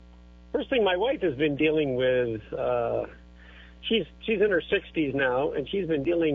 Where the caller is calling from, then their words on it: Coralville, Iowa, United States; I'm calling from Coralville, Iowa